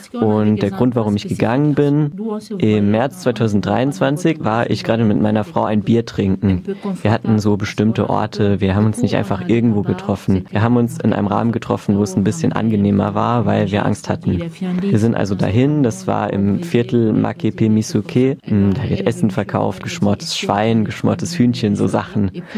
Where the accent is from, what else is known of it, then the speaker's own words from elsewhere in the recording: Cameroon; German is a second language; moved away as an adult; now in Germany; Ich komme aus Kamerun.